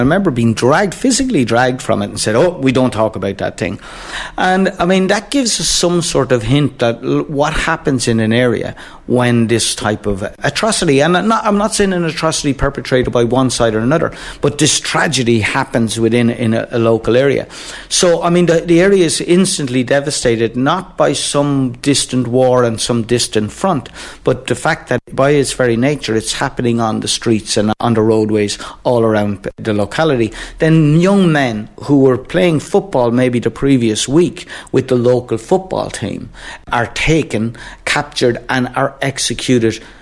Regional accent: Kildare, Ireland; I grew up in Kildare

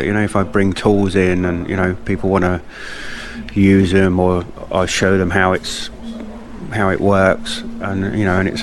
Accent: Australia; now in Dunmanway, Ireland; I was from Australia originally

